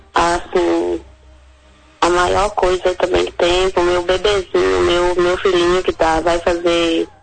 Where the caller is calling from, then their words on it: Salinas, Minas Gerais, Brazil; Eu falo de Salinas, Minas Gerais.